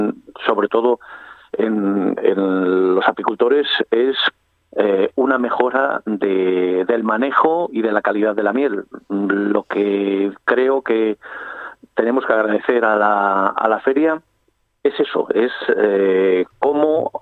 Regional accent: Liébana, Cantabria, Spain; en Liébana llevamos unos años con veranos con un calor extremo

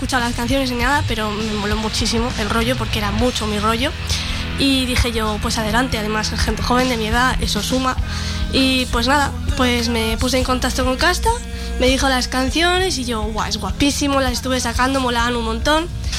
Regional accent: Oruña, Cantabria, Spain

